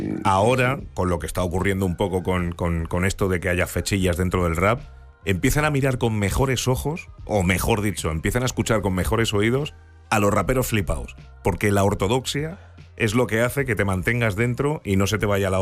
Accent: Argentina

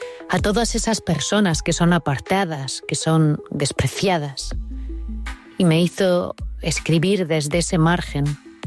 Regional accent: Galicia, Spain; first language Galician; Elegí el gallego porque era mi verdad, era mi lengua materna, era la lengua que se hablaba en mi tierra

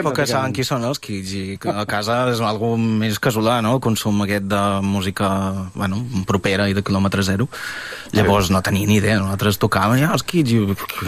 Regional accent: Banyoles, Catalonia, Spain; born there; also born or lived in the Balkans; vaig arribar a Banyoles

